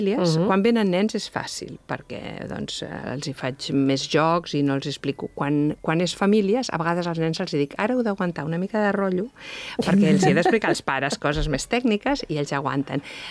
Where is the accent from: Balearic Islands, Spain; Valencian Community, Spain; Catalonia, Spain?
Catalonia, Spain; Barcelona; moved away as an adult; now in La Buerda, Spain; jo vivia i soc de Barcelona, però el meu pare, els meus arrels, per part de pare, són d'aquest poble del Pirineu aragonès